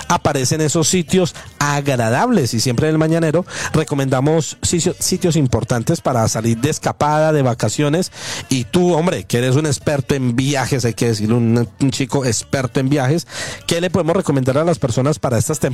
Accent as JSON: {"language": "Spanish", "country": "Colombia", "moved": "yes", "lives_now": "Spain", "said": "nosotros somos de Colombia"}